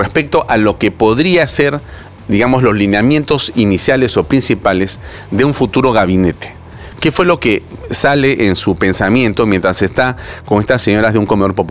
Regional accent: Peru

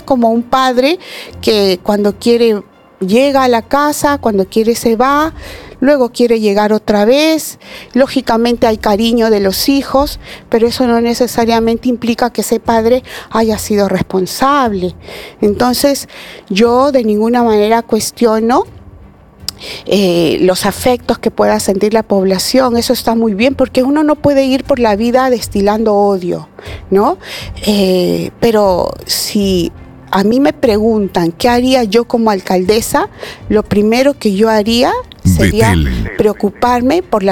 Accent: Lima, Peru; los limeños, los que nos trasladamos hacia Lurín, yo también soy vecina de Lurín

